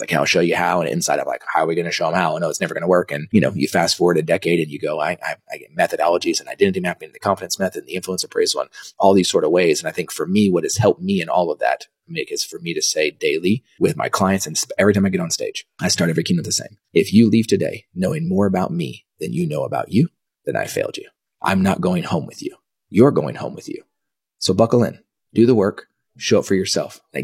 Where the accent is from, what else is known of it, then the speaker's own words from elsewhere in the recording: Dallas, Texas, United States; also born or lived in Kansas; So I was born in 1983. I was born in Kansas, only there for about a week. Came back to Dallas